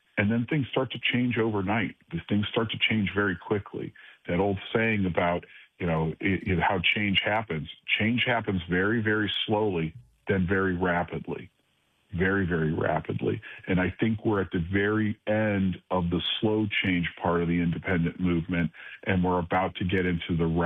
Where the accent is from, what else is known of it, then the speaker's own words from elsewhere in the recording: Cleveland, Ohio, United States; I did it because I come from Cleveland, and I'm so proud of my hometown